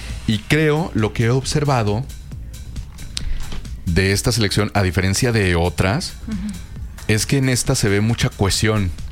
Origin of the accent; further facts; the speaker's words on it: Mexico; No, no, yo soy bien mexicano, me encanta ser mexicano.